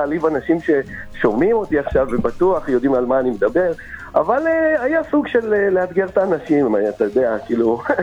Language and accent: Hebrew; Jerusalem District, Israel; אני יליד 81, ואני ממושב בערי ירושלים במקור, ולמדנו בבית ספר אזורי חקלאי.